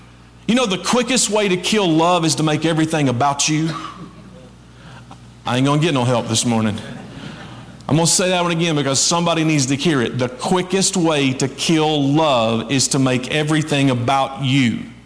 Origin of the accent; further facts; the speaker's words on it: Kentucky, United States; I grew up in Krillsburg, Kentucky, and we just say, why you gotta be so hateful?